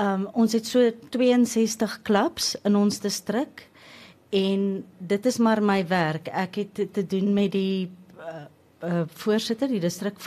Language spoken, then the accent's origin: Afrikaans; Free State, South Africa; born there; now in Hartbeespoort, South Africa; ek is 'n gebore Vrystater.